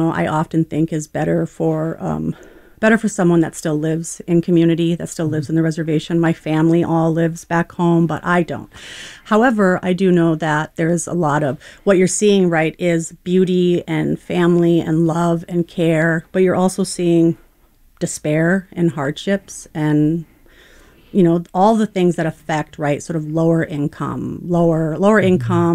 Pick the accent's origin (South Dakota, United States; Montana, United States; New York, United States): South Dakota, United States; Eagle Butte; moved away; I grew up Eagle Butte, South Dakota.